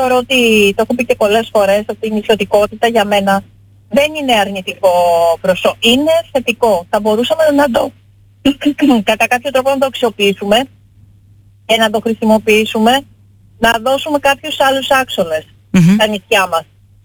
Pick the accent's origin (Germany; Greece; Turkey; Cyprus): Greece; Ithaca, Ionian Islands; επειδή είμαι από την Ιθάκη και με πονάει πάρα πολύ ιδιαίτερα, νιώθω πάρα πολύ περήφανη που είμαι από την Ιθάκη